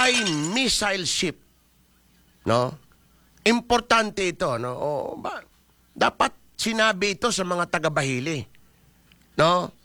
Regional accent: Puerto Princesa, Mimaropa, Philippines; hindi naman ako taga-Bahili, 'di ba? Taga Puerto ko dito sa Santa Monica.

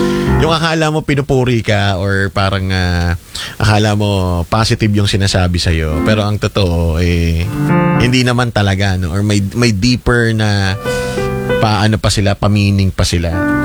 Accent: Lopez, Quezon, Philippines; one way papunta ng Quezon sa amin sa Lopez.

